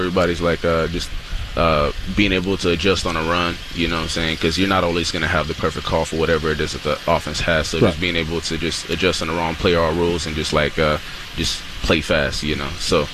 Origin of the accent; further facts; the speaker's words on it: Portland, Oregon, United States; I'm from Portland, Oregon.